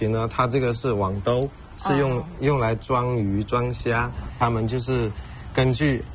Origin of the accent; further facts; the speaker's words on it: China; 我们北港岛在2021年时候通车